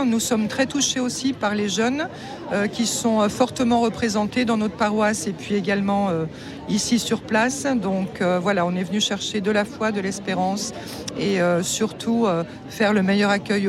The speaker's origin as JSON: {"language": "French", "region": "Auvergne-Rhône-Alpes", "country": "France", "said": "Nous venons de Haute-Savoie, nous faisons partie du diocèse d'Annecy."}